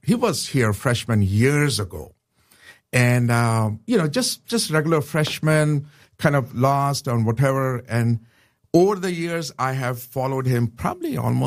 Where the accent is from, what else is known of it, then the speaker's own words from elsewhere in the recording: Pakistan; I said, I'm a Christian from Pakistan. And I teach at Moody.